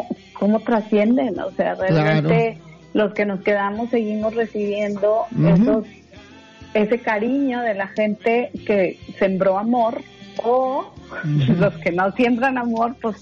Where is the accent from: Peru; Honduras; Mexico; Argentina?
Mexico